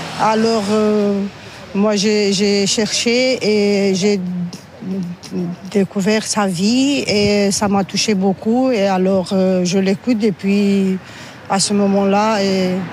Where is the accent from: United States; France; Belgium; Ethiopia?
Belgium; je viens de Belgique.